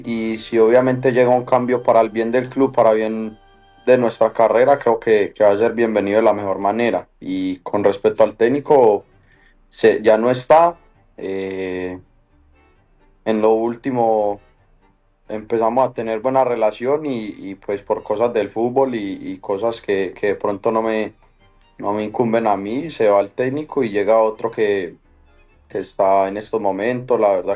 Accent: Colombia; moved away as an adult; now in Brazil

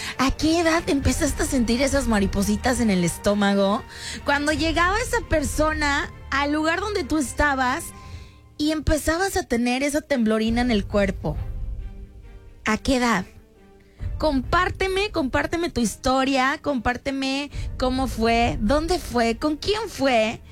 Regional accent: Mexico; los mexicanos nos vestimos como mexicanos

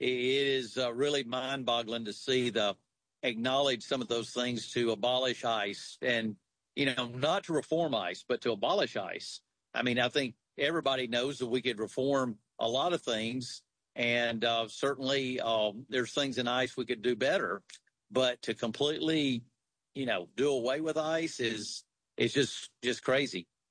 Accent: Alabama, United States; of course, I'm from Alabama. I'm from a red state. It's very Republican, so that's a little bit foreign for me.

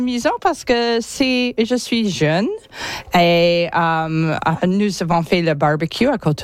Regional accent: New Brunswick, Canada; je viens de Nouveau-Brunswick

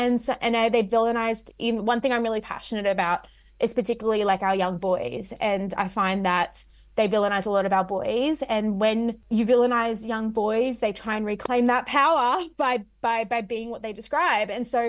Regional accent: Sydney, New South Wales, Australia; Without knowing that I was from Western Sydney, was like, "Oh, thank God for Western Sydney, otherwise we'd have no news stories."

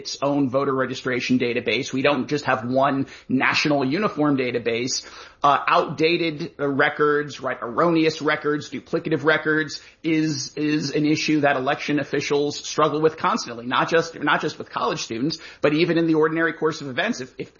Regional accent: Florida, United States; Obviously, I'm from Florida.

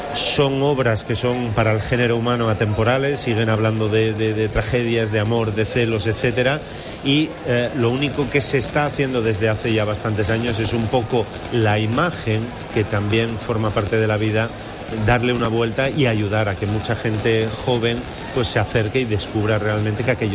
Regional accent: Avilés, Asturias, Spain; born or raised there

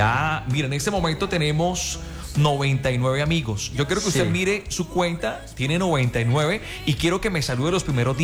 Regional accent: Cúcuta, Norte de Santander, Colombia; es de la tierra, es de mi sangre, es aquí paisano mío.

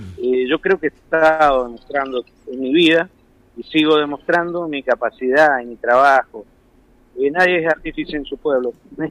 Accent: Mendoza, Argentina; also born or lived in Newark; Mira, yo soy mendocino y he estado en Nueva York, viviendo en Newark.

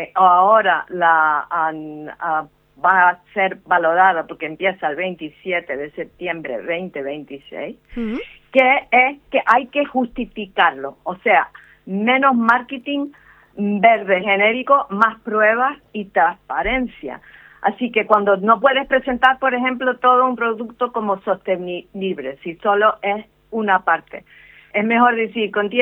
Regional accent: Canary Islands, Spain; No, y aparte tú sabes que los canarios siempre han viajado mucho.

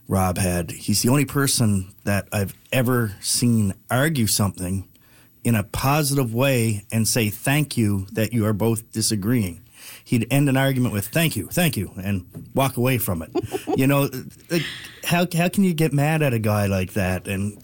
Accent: Ontario, Canada; Growing up on the Humber Heights, I realized shortly after that my coach was also my mailman.

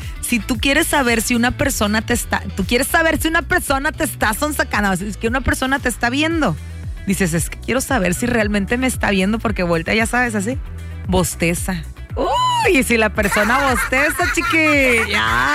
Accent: Mexico

